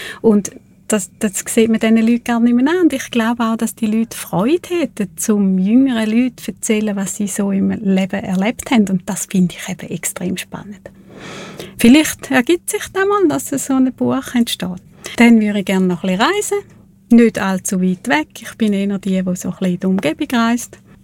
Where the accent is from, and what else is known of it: Thurgau, Switzerland; accent: Thurgau dialect